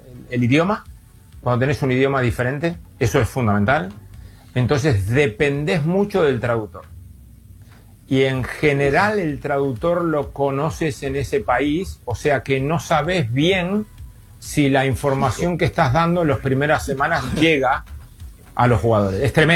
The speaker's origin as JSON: {"language": "Spanish", "country": "Uruguay", "also_born_or_lived": "China", "moved": "as an adult", "lives_now": "London, United Kingdom", "said": "yo vine a Londres en el año 97. En el 2004 terminé de jugar y me fui a Uruguay porque quería tener la sensación de vivir en mi país y después de un año y medio me volví a Londres."}